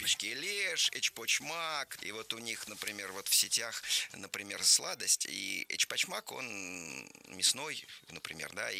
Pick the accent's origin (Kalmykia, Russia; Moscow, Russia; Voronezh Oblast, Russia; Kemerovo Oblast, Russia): Moscow, Russia; я как практически все москвичи